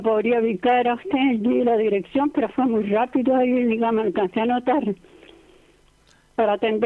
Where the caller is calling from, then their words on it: Viña del Mar, Valparaíso, Chile; vivo en Recreo.